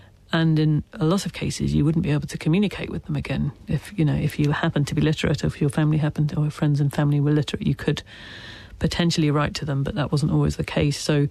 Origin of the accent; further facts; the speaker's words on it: Ireland; accent: British; I can't listen to myself in my very British voice saying the sentence, I'm Irish.